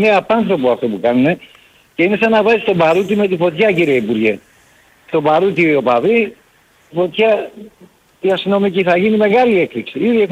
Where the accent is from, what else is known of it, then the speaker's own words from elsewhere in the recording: Piraeus, Attica, Greece; Έλα, Βαγγέλη … φίλε από Πειραιά.